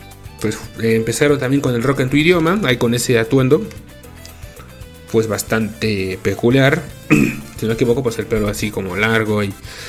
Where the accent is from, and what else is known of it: Mexico